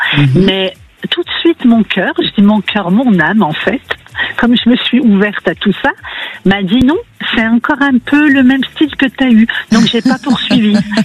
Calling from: Auvergne-Rhône-Alpes, France; de la région lyonnaise.

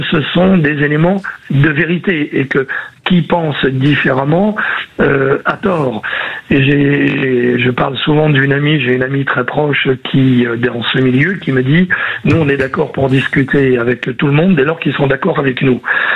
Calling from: Cherbourg, Normandy, France; Je vous appelle de Cherbourg

